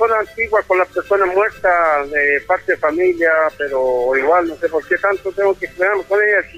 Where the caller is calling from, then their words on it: Araucanía, Chile; Yo soy de acá, de Tebú hacia el campo, con la afección labranza.